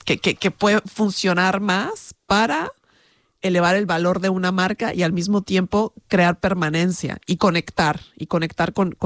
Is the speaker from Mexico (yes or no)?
yes; Morelos, Mexico; also born or lived in Tijuana; yo nací en Tijuana, México. De hecho, solo nací allí y a los pocos, no sé, días, semanas, fui a vivir a la ciudad de la eterna primavera de México